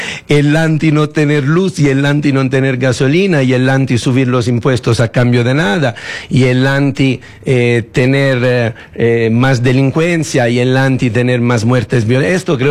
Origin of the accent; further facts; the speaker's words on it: Ecuador; yo soy un ecuatoriano